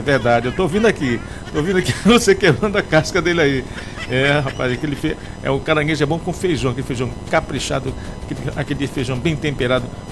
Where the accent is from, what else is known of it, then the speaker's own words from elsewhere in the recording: Oiapoque, Amapá, Brazil; born there; moved away; lá de Oiapoque, no estado do Amapá, a terra onde eu nasci, onde nasceu essa estrela, onde nasceu essa estrela, lá no estado do Amapá, fronteira com a Guiana Francesa